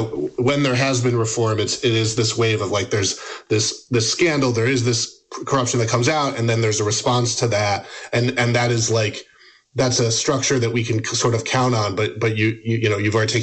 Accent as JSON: {"language": "English", "region": "Rhode Island", "country": "United States", "said": "my home state of Rhode Island."}